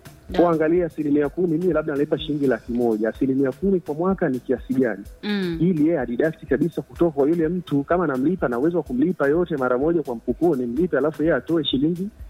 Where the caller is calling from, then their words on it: Mafinga, Iringa, Tanzania; Sitapenda kutaja jina, lakini natokea Mafinga.